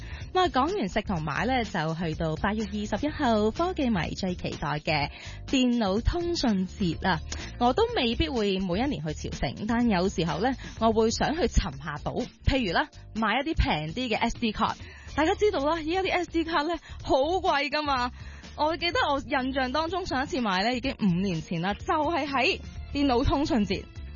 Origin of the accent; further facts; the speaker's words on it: Hong Kong; 呢个对于我哋香港人嚟讲咧，一定系夏天啦，好多人嘅指定动作啊。